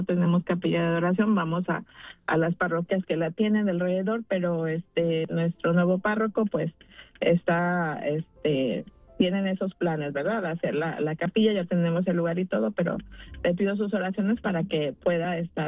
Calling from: Inglewood, California, United States; reina de Inglewood.

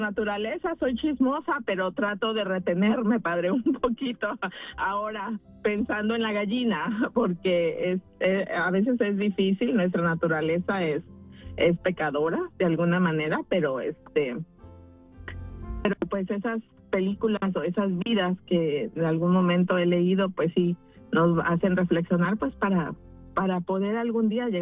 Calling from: Inglewood, California, United States; reina de Inglewood.

